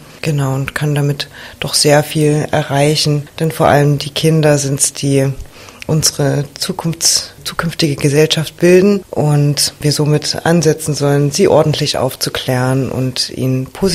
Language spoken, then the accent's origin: German; Dresden, Saxony, Germany; Ich bin in Dresden geboren und aufgewachsen. Mein Vater kommt aus Mosambik und meine Mutter kommt aus Deutschland.